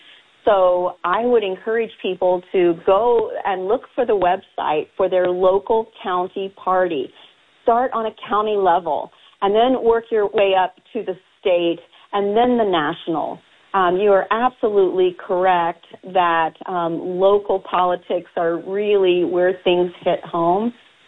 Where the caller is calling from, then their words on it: Indiana, United States; I'm calling from Indiana.